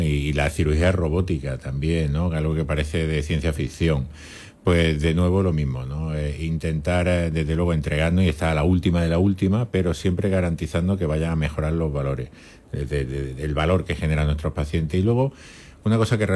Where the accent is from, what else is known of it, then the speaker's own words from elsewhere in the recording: Granada, Andalusia, Spain; born there; now in Almería, Spain; yo nací en Granada, pero ya me siento un almeriense más, probablemente más almeriense que cualquier almeriense